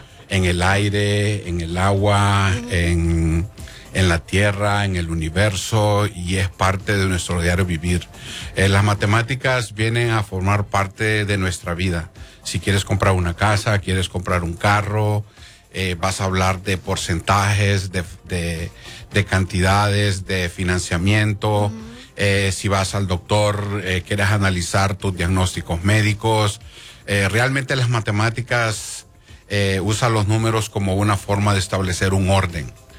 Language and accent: Spanish; Honduras; moved away as an adult; now in Albuquerque, United States; Yo soy de Honduras, vine aquí, no hablaba inglés